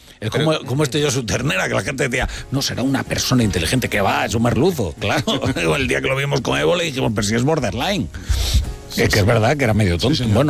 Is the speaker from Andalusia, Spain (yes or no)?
yes; Córdoba, Andalusia, Spain; Yo soy de Córdoba consorte, ¿verdad?